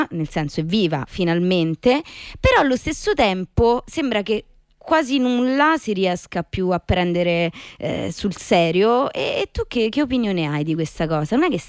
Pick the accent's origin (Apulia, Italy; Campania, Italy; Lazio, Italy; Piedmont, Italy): Lazio, Italy; Rome; E io sono di Torrevecchia